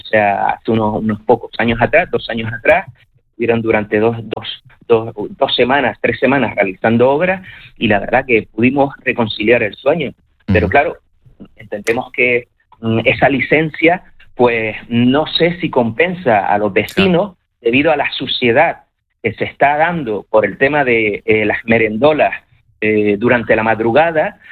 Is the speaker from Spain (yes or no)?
yes; Canary Islands, Spain; Nosotros somos canarios